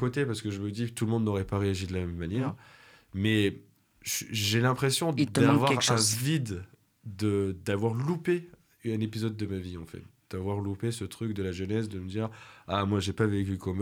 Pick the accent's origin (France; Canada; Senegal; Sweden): France; Clermont-Ferrand, Auvergne-Rhône-Alpes; Et c'est vrai que moi, qui ai grandi dans un quartier populaire, hein, mm-hmm. j'ai grandi à la Gautière